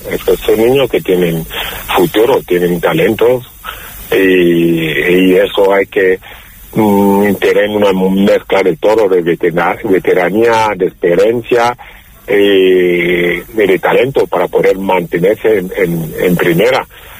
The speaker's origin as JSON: {"language": "Spanish", "town": "Málaga", "region": "Andalusia", "country": "Spain", "said": "Dije, como malagueño y malaguista, sería un sueño volver a primera"}